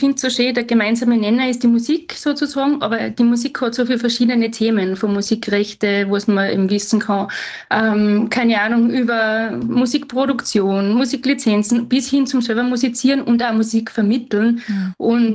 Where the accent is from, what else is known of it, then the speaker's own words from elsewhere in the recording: Eisenerz, Styria, Austria; born there; moved away as an adult; now in Salzburg, Austria; ich sitze gerade in Salzburg, da bin ich jetzt auch gerade daheim und ich bin eigentlich gebürtige Steirerin aus Eisenerz, aus der Obersteiermark und bin dann wegen einem Studium aufs Mozarteum gekommen nach Salzburg und dann klassischerweise hängen geblieben.